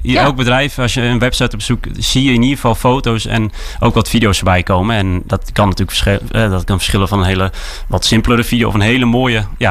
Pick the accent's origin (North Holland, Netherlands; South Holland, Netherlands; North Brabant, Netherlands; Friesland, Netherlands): Friesland, Netherlands; Harlingen; Ik kom uit Harlingen. En ja, geboren en getogen uiteraard.